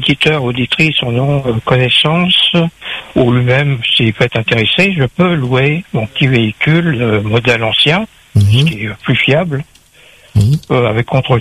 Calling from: Sainte-Marie, Réunion; À compter du 15 juin, pour 2 mois, et je suis à Sainte-Marie.

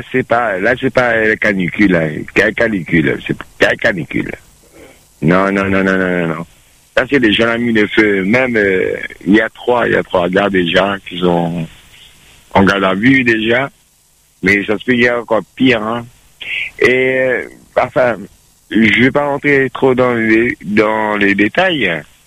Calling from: Bordeaux, Nouvelle-Aquitaine, France; je suis à Bordeaux.

